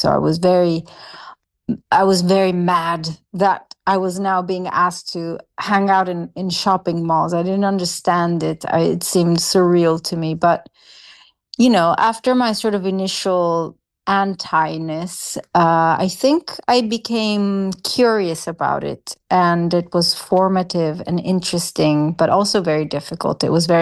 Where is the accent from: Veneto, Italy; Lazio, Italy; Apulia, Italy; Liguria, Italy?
Lazio, Italy; Rome; My early years, I grew up in Rome. I grew up in a sort of countryside of Rome.